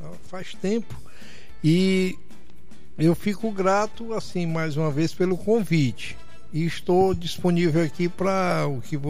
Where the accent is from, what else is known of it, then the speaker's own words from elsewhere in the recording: Fortaleza, Ceará, Brazil; moved away as an adult; Eu sou cearense, nascido em Fortaleza